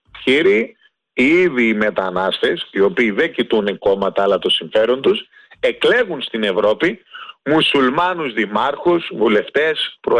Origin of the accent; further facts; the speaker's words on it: Greece; έχουμε μάθει σαν Έλληνες να μιλάμε για εκατομμύρια και για δισεκατομμύρια.